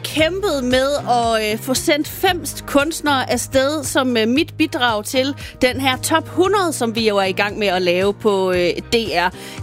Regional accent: Lemvig, Central Denmark Region, Denmark; nu kommer jeg jo fra Lemvig

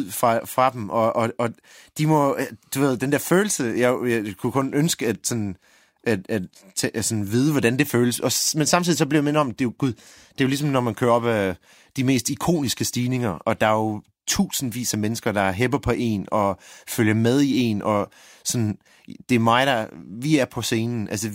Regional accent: Ireland; moved away; da jeg voksede op i Irland

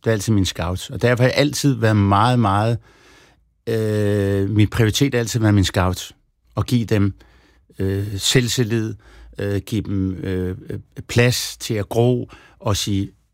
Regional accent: Copenhagen, Capital Region of Denmark, Denmark; Fordi det er der, hvor jeg kommer fra. Jeg kan huske den, da de lavede den, det var en LP dengang, og det var det første nummer på, og da det blev Langebro, Christianshavn.

